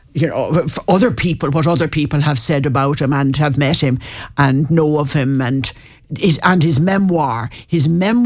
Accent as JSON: {"language": "English", "town": "Foxford", "region": "County Mayo", "country": "Ireland", "tie": "born there", "said": "No, I was not. I was born in Foxford in Mayo."}